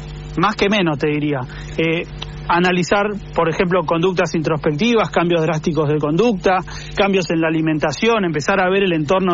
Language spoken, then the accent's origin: Spanish; La Plata, Buenos Aires Province, Argentina; yo soy de La Plata